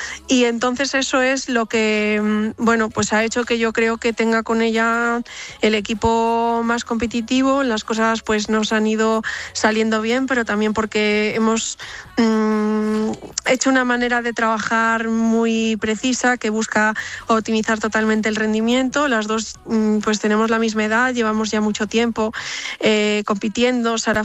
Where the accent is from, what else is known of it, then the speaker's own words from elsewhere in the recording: Vigo, Galicia, Spain; also born or lived in Pontevedra; aunque yo soy de Vigo, Pontevedra es la ciudad donde empecé a practicar deporte con el atletismo cuando tenía 10 años